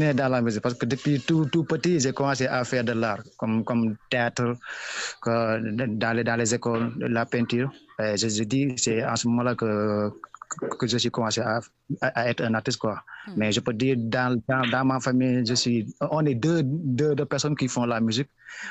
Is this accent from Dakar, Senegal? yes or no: no; Thiès, Senegal; Je suis un artiste, chanteur. Je peux dire reggae man, world music, quoi. Je suis de Thiès, Sénégal. En même temps, je suis un artiste handicapé.